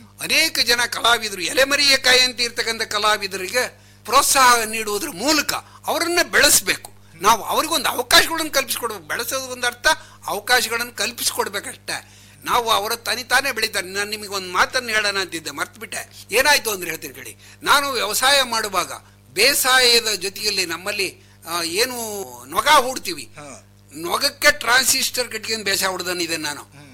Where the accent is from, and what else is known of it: Shivamogga, Karnataka, India